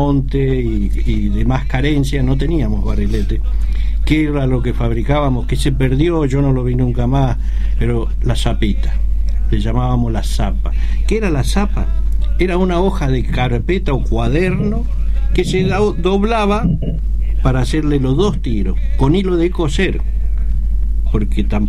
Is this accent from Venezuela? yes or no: no; Salta, Argentina; moved away; allá en Salta le llamábamos bolilla, no bolita como ahora.